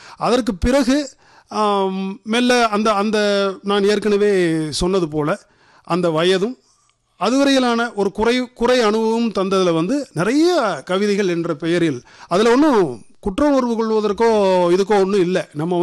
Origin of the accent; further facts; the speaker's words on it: Palani, Tamil Nadu, India; நான் பழனியை சேர்ந்தவன்.